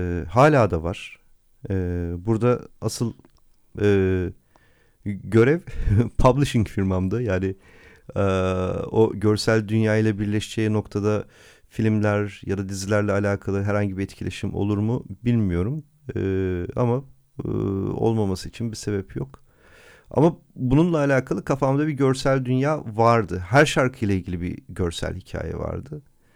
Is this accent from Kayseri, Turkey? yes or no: no; Ankara, Turkey; moved away as an adult; now in Istanbul, Turkey; doğma büyüme Ankaralıyız ama artık neredeyse hayatımın yarısını İstanbul'da geçirmiş olacağım. 2004'te geldiğimi düşünürsek. Neredeyse 22 yıldır buradayım.